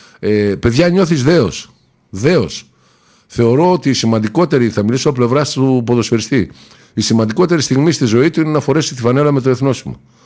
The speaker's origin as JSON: {"language": "Greek", "country": "Greece", "said": "Οπότε θεωρώ ότι εμείς οι νεοέλληνες, το πρώτο πράγμα που πρέπει να αλλάξουμε"}